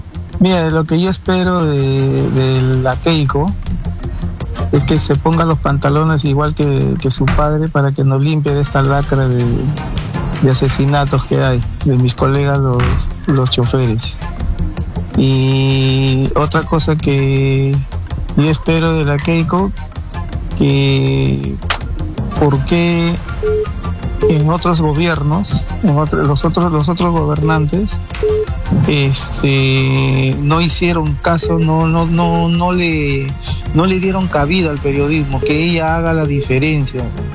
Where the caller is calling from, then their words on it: Callao, Peru; taxista del Callao.